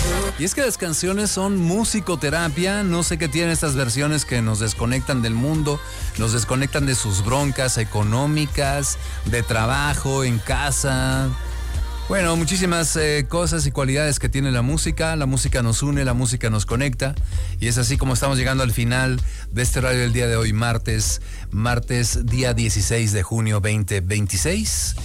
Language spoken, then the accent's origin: Spanish; Mexico